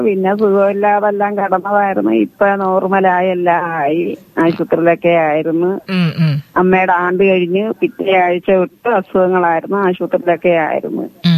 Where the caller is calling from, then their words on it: Kerala, India; ഞാൻ കോവിക്കൽ.